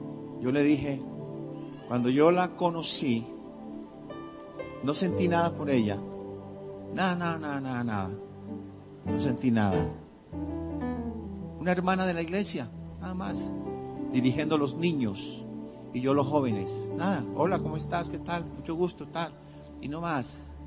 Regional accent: Medellín, Antioquia, Colombia; y yo le dije, tú, soy de Medellín, ¿qué comes? Tal, tal. Arepa, exactamente. Arepa paisa.

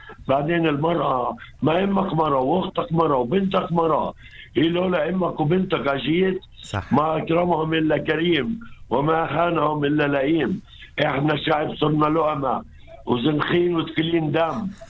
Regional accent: Nazareth, Northern District, Israel; من الناصري.

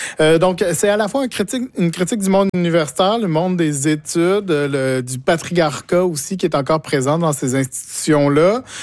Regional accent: Quebec, Canada; moved away as an adult; now in Rimouski, Canada; Moi, je viens pas de la région, je viens de l'Estrie en fait, et j'ai déménagé en 2015, entre autres pour les études, aussi pour l'amour.

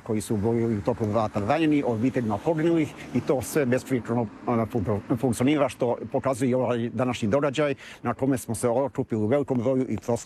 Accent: Drijenča, Federation of Bosnia and Herzegovina, Bosnia & Herzegovina; born there; rođen sam ovdje u Drijenči.

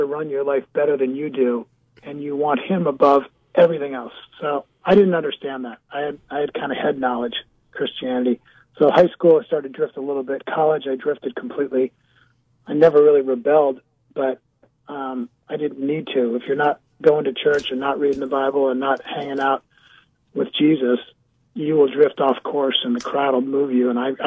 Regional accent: Bethesda, Maryland, United States; also born or lived in San Diego / Buffalo; So I grew up in San Diego, Buffalo, and Bethesda, Maryland, outside of D.C.

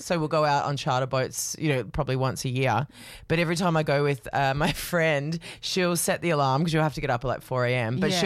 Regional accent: Lismore, New South Wales, Australia; I'm from Lismore.

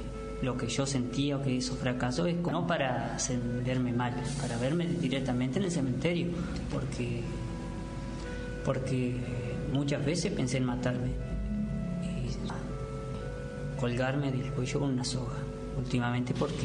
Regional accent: Alvear, Argentina; soy de Alvear.

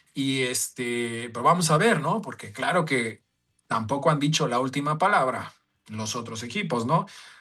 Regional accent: Guadalajara, Jalisco, Mexico; yo soy de Guadalajara

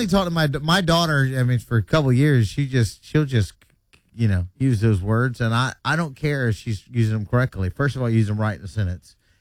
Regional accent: Panama City, Florida, United States; my hometown representing stupid news today, Panama City.

